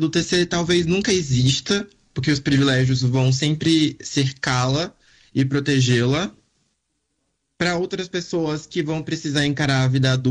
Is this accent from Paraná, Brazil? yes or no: no; Bahia, Brazil; moved away as an adult; now in São Paulo, Brazil; eu sou baiano e hoje há 10 anos moro em São Paulo.